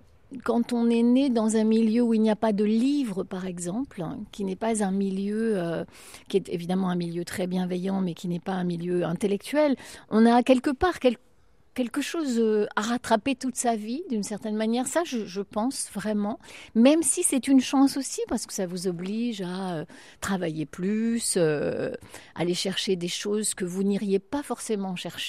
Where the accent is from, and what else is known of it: Brittany, France; born or raised there; now in Paris region, France